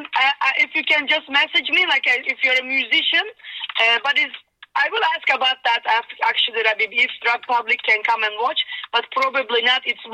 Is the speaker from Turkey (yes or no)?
yes; Istanbul, Turkey; born there; French is a second language; Mes parents sont yougoslaves, mais moi, je suis née à Istanbul.